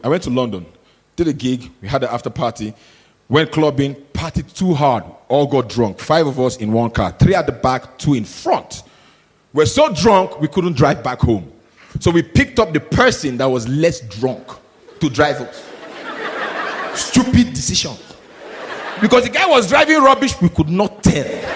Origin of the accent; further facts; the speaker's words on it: Nigeria; I'm Nigerian.